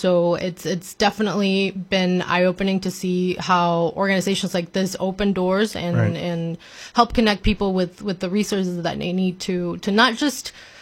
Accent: Mexico; moved away as an adult; now in West Michigan, United States; Well, I'm an immigrant myself. I grew up in Mexico. I was born and raised in Mexico and only moved to West Michigan a few years ago.

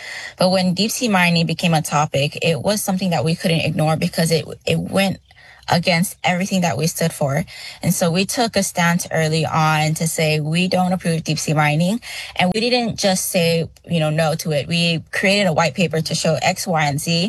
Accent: Pago Pago, Eastern District, American Samoa; born or raised there; also born or lived in California

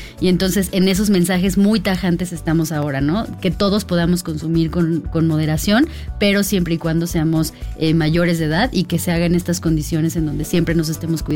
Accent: Mexico; todos como mexicanos conozcamos estos productos

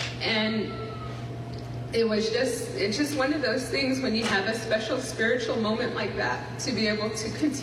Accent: Navajo Nation, United States; Yes, we received our degrees, but we come from the Navajo Nation, Dinenhiklin, and all that we do is in the best interest of our people.

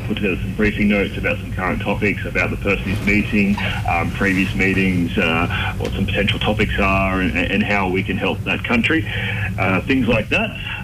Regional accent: New South Wales, Australia; But I grew up on a farm called Integrity Farms.

